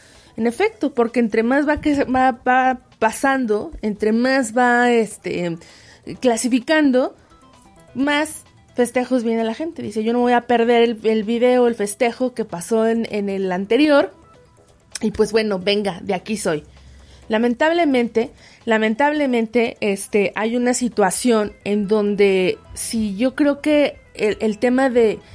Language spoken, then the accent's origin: Spanish; Mexico; somos mexicanos